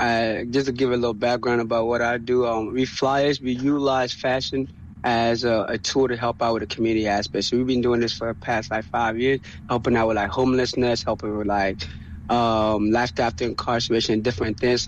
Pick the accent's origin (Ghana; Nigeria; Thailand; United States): Ghana; I'm from Ghana. I grew up in Ghana and everything like that.